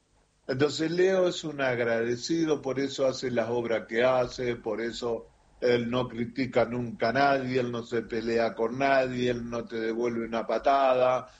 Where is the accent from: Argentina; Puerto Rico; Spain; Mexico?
Argentina; porque somos argentinos